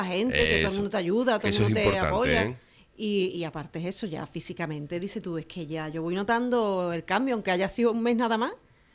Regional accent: Cádiz, Andalusia, Spain; yo soy de Cádiz.

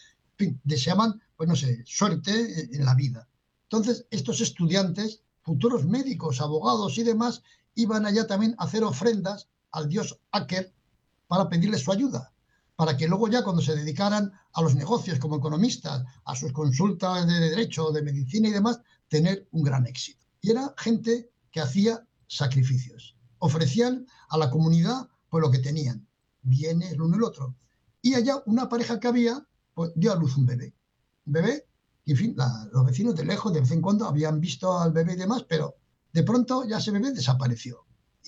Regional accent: Pamplona, Navarre, Spain; Precisamente yo soy navarro

